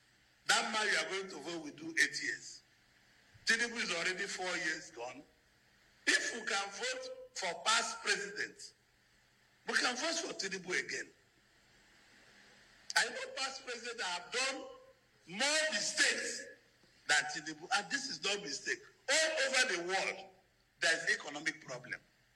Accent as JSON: {"language": "English", "country": "Nigeria"}